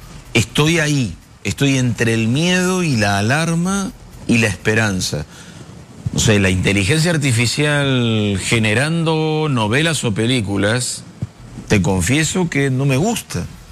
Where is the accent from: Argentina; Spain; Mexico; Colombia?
Argentina; me conviene como argentino